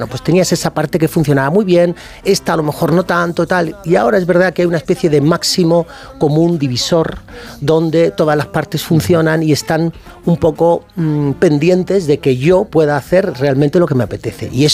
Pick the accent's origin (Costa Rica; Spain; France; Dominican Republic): Spain; Málaga, Andalusia; Soy de Málaga y eso se nota, claro.